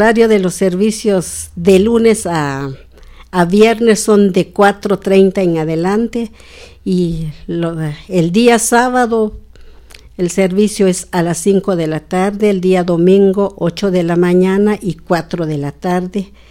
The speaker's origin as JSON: {"language": "Spanish", "town": "San Juan Comalapa", "region": "Chimaltenango", "country": "Guatemala", "said": "vengo de San Juan Comalapa"}